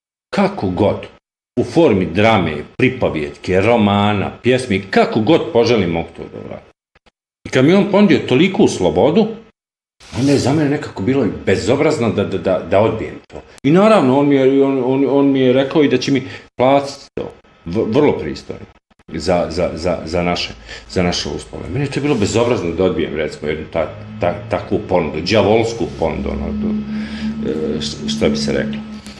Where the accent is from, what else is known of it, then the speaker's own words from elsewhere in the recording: Zenica, Federation of Bosnia and Herzegovina, Bosnia & Herzegovina; Ja sam rastao u Zenici